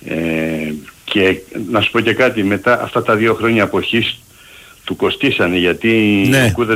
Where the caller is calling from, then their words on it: Attica, Greece; από Αττικόν Άλσος.